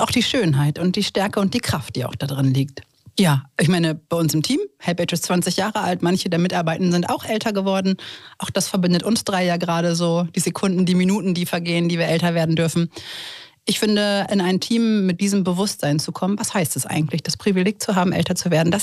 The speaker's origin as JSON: {"language": "German", "country": "Germany"}